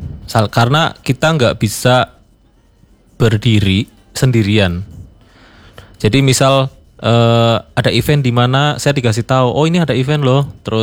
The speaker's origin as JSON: {"language": "Indonesian", "town": "Brebes", "region": "Central Java", "country": "Indonesia", "tie": "born or raised there", "moved": "yes", "said": "Enggak, saya aslinya dari Brebes."}